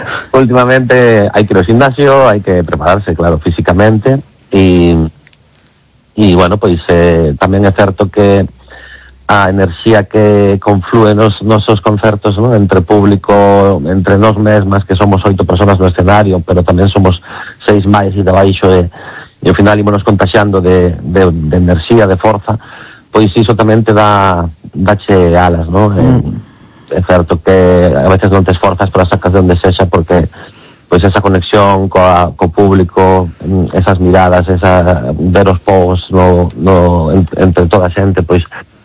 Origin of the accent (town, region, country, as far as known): Galicia, Spain